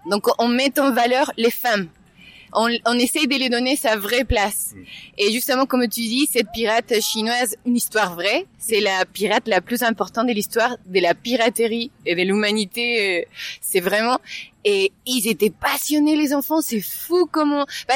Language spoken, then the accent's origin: French; Chile; accent: Chilean; French is a second language; moved away; j'ai cette petite accent parce que je suis chilienne.